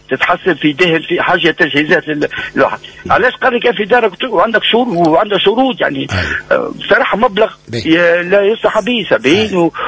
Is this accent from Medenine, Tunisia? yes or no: yes; Zarzis, Medenine, Tunisia; يعني انا اولاد الجنوب الشرقي انت جرزيز